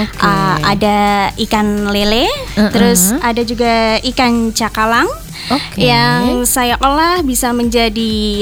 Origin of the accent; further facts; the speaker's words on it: Java, Indonesia; Saya asli kelahiran dari desa Winong.